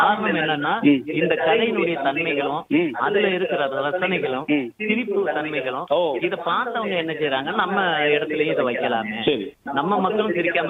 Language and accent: Tamil; Tamil Nadu, India; born there; நான் தமிழ்நாட்டுல இருந்து வந்திருக்கேன், நான் தமிழ் மண்ணில பிறந்தவன், தமிழ் மட்டும் தான் பண்ணுவேன்.